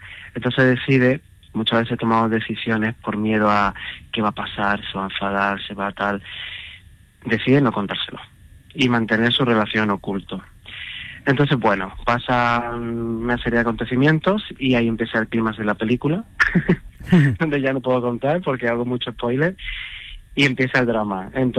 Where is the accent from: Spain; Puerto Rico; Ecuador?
Spain; Lucena, Andalusia; also born or lived in Málaga; Yo soy de Lucena, de Córdoba, pero me siento muy malagueño. Estudié en Málaga